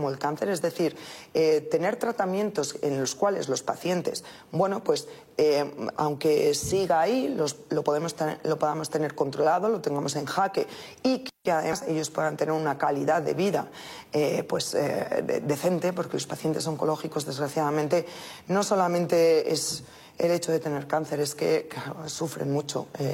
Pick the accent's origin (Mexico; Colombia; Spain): Spain; Salamanca, Castile and León; moved away; yo como charra, además y formada allí